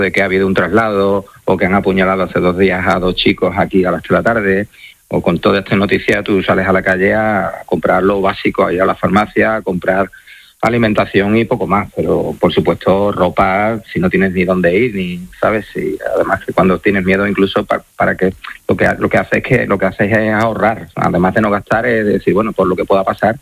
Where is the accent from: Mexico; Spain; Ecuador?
Spain; pero primero soy español y tampoco tengo por qué abandonar mi tierra ni tengo por qué irme de aquí